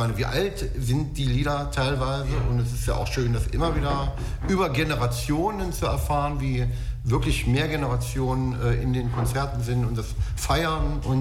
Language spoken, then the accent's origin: German; Thuringia, Germany; born there; Ich bin gebürtig aus Thüringen